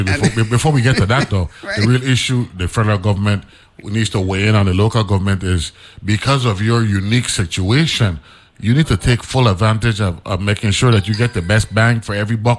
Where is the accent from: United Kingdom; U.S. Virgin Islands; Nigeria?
U.S. Virgin Islands